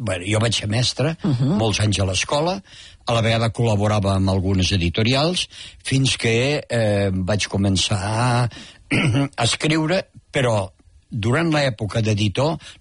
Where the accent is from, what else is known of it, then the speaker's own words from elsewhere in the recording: Peramola, Catalonia, Spain; born there; jo vaig néixer a Peramola.